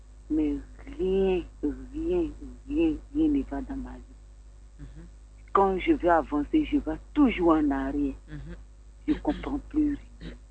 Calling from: Abidjan, Côte d’Ivoire; je suis à la Riviera.

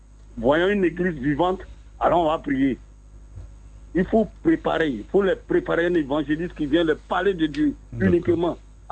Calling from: Abidjan, Côte d’Ivoire; Abidjan, les deux plateaux.

